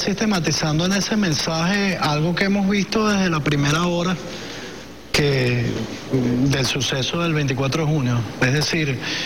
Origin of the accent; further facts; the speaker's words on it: Venezuela; nos caracteriza como venezolanos